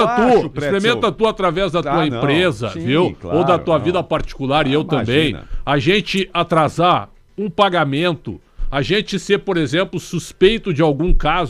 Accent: Brazil; eu com meu ceticismo como brasileiro

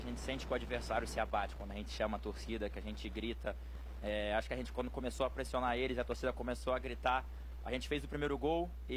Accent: Brazil; Deu orgulho de ser brasileiro, pô, demais.

